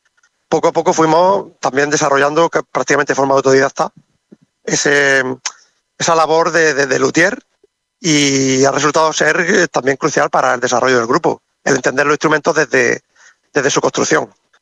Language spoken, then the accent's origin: Spanish; Calasparra, Region of Murcia, Spain